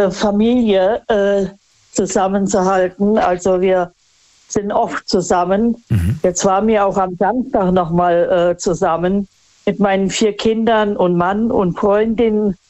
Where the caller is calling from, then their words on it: Idar-Oberstein, Rhineland-Palatinate, Germany; Ich komme aus Idar-Oberstein.